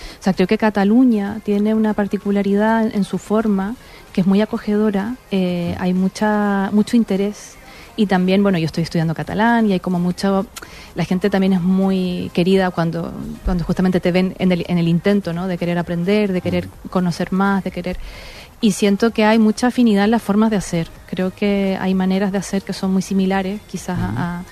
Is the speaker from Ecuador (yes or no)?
no; Chile; moved away as an adult